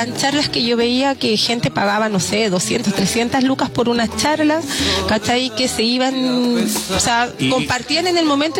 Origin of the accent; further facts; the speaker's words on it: Spain; born there; moved away; Yo nací allá, en España.